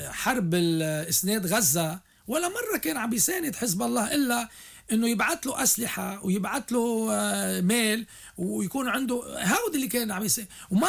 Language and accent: Arabic; Lebanon; نحن كدولة لبنانية